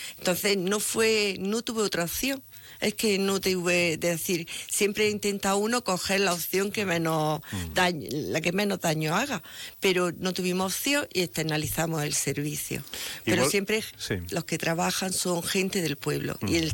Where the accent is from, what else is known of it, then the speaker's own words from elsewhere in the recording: Vegas del Genil, Andalusia, Spain; siempre me doy una vuelta por Pursil, Ambre y Belicena y veo el estado en que se encuentra por la mañana mi pueblo.